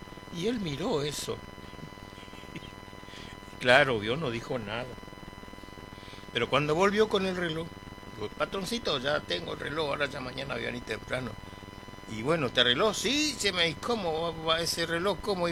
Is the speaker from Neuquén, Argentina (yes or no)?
no; Buenos Aires, Argentina; also born or lived in Chaco; a pesar de que yo me crié en la ciudad, en Buenos Aires, pero mis raíces son del litoral, ¿no?, y tengo mi corazón partido, le dije, ¿no? Claro, mis padres correntinos y yo soy chaqueño